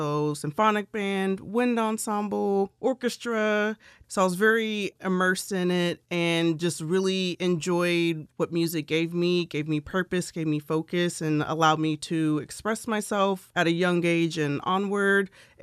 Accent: Indiana, United States; now in Lansing, United States; I am originally from Indiana, but I'm based in Lansing.

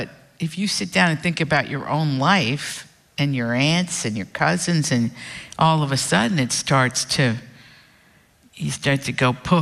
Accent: Appalachia, United States; Yeah, I'm an Appalachian.

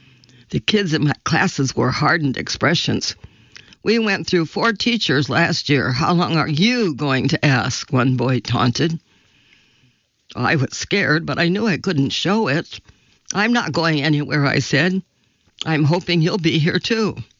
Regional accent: India; now in United States; something I dreamed of ever since I was growing up in India. John knew how much this meant to me

